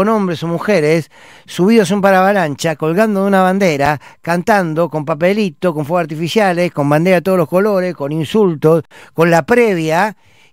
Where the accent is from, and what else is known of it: Argentina